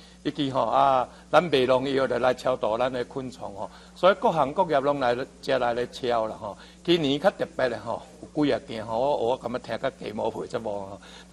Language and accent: Chinese; Taiwan